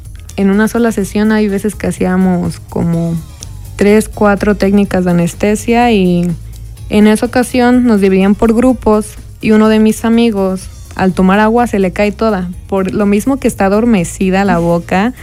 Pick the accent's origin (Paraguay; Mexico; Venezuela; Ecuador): Mexico; Acatlán de Osorio, Puebla; yo soy originaria de Acatlán de Osorio y hay veces que aquí de repente me sale una que otra consulta, ¿no?